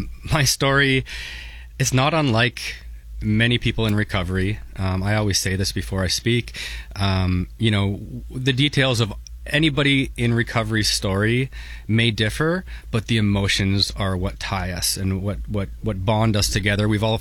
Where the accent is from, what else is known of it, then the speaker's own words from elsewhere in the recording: St. Catharines, Ontario, Canada; But mine, I grew up in St. Catharines. I was a small kid, smaller than the rest of the kids.